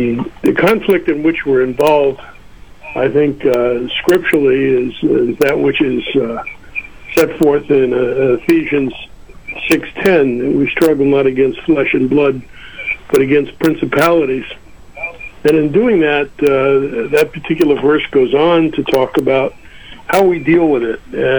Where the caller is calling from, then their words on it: San Jose, California, United States; I'm calling from San Jose, California.